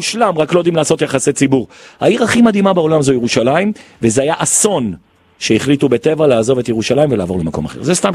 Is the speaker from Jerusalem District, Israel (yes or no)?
yes; Jerusalem, Jerusalem District, Israel; כי אני ירושלמי גאה